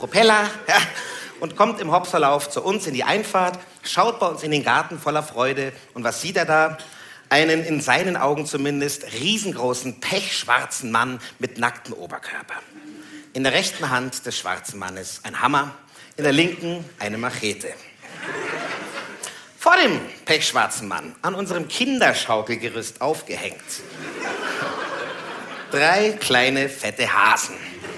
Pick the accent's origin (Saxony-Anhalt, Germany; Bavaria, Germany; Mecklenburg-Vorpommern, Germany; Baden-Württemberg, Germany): Bavaria, Germany; Puchheim; Wir sind da draußen in Puchheim. Ich bin da ja aufgewachsen, also eben geboren und älter geworden auf jeden Fall.